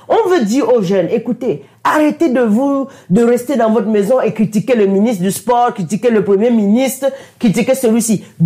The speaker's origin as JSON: {"language": "French", "country": "Cameroon", "said": "je suis Camerounais"}